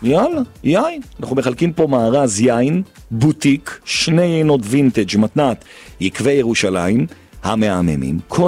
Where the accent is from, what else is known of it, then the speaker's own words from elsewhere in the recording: Jerusalem, Jerusalem District, Israel; אני גדלתי שם, ליד העין חץ.